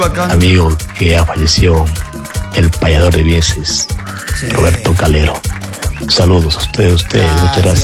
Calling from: Loja, Ecuador; desde acá de la ciudad de Loja.

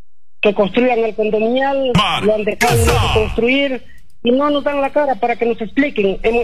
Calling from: Cochambajo, Cajamarca, Peru; el teniente gobernador del centro poblado de Cochambajo.

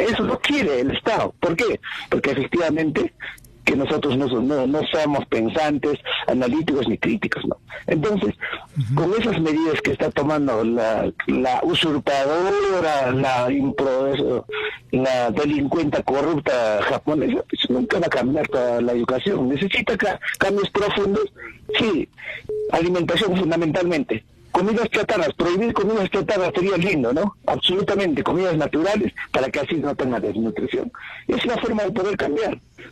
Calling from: Azángaro, Puno, Peru; Desde Azángaro, ¿no?

